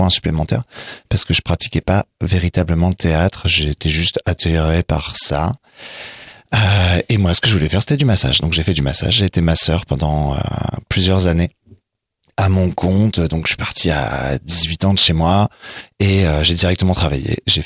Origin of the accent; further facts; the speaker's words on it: Laon, Hauts-de-France, France; also born or lived in Brou-sur-Chantereine, Seine-et-Marne; Je suis né à Brou-sur-Chantraine dans le 77 en Seine-et-Marne, mais très rapidement mes parents ont bougé en Picardie, maintenant ça se dit plus, c'est dans l'Aisne. J'ai vécu 11 déménagements sur ce secteur-là, je suis surtout resté au niveau de Laon, la ville couronnée.